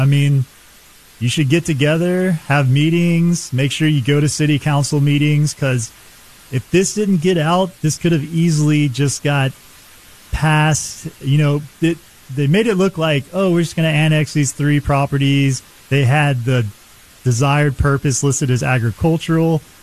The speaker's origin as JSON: {"language": "English", "country": "United States", "tie": "born or raised there", "said": "I grew up in Fayette County"}